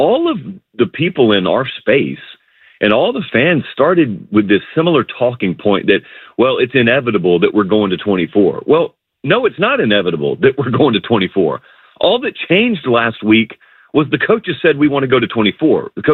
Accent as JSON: {"language": "English", "region": "the South", "country": "United States", "tie": "born or raised there", "said": "I grew up in the South and we would have them come through fields occasionally and just decimate crops."}